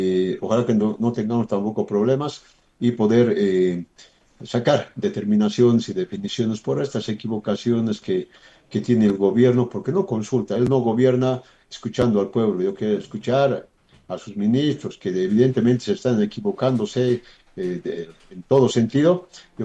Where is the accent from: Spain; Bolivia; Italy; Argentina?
Bolivia; Potosí; Los potosinos estamos clamando